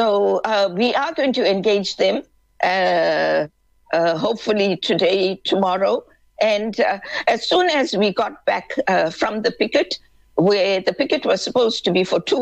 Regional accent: South Africa; this was not what we as South African who want to build our nation be harassed at that.

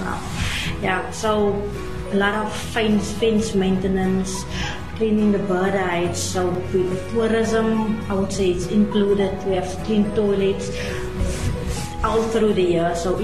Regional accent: Ceres, Western Cape, South Africa; moved away as an adult; now in Langebaan, South Africa; I'm currently living in Langebaan. I'm from Ceres. So 2010, when I started here, I came from Ceres.

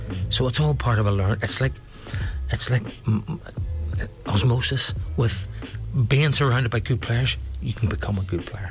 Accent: Ireland; moved away; Okay, I'm Irish

